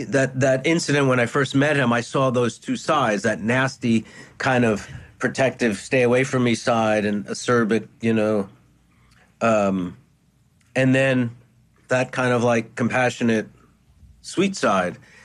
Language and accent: English; New York, United States; as a fan, as a New Yorker, as a fellow artist